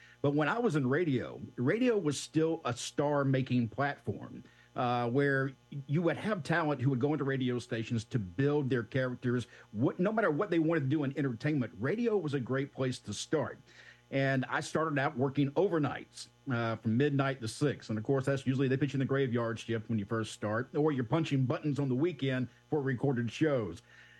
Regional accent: Savannah, Georgia, United States; I grew up in Savannah, Georgia.

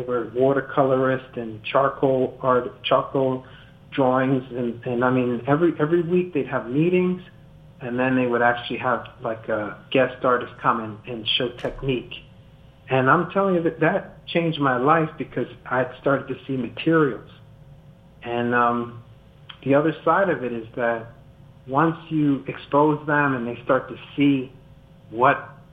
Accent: Scotch Plains, New Jersey, United States; Well, I was born in New Jersey, and I was in a little town called Scotch Plains.

